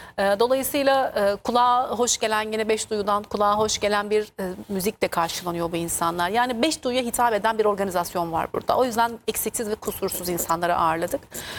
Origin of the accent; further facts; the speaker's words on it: Tokat, Turkey; Yani benim memleketim Tokat'ın sarmasından